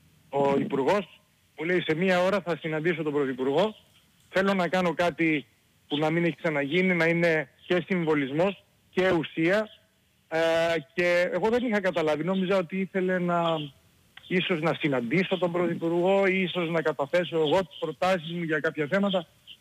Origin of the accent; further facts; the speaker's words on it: Leipsoi, South Aegean, Greece; αλλά για το νησί μου και για την πατρίδα μου.